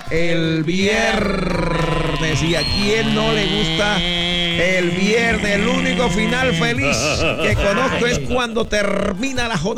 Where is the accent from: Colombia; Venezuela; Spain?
Colombia; Caribbean coast; accent: golpeado